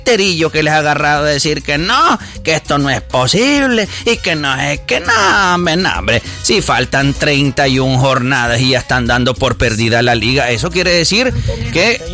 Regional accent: El Salvador

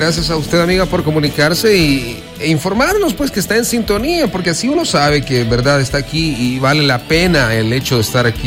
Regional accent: El Salvador

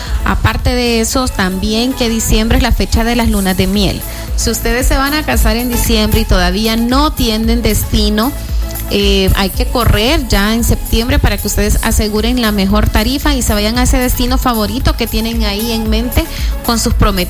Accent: El Salvador; nuestro pasaporte vigente como salvadoreños

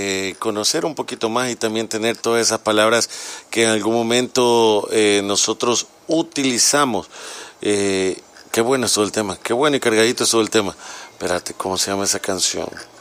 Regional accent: El Salvador; como salvadoreños tenemos la manera de hablar, comunicarnos

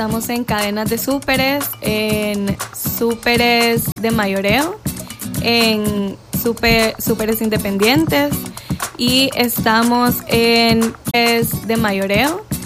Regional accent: El Salvador; esa forma de prepararlo es parte de nuestra tradición como salvadoreños.

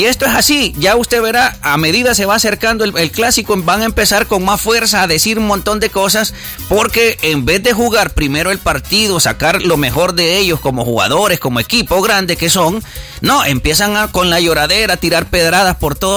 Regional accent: El Salvador; Yo estuve hablando bien del equipo innombrable de la capital salvadoreña, porque como salvadoreño quería que hiciera bien las cosas

